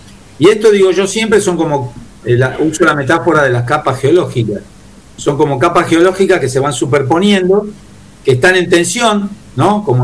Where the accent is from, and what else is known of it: Argentina